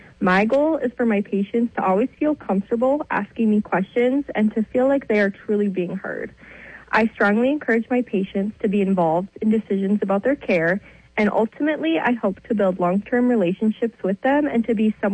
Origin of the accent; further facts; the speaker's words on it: Hibbing, Minnesota, United States; I'm originally from Hibbing. I got my nursing degree from Concordia College in Moorhead, Minnesota.